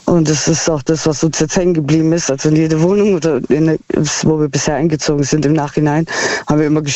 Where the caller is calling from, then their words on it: Heilbronn, Baden-Württemberg, Germany; Aus Heilbronn.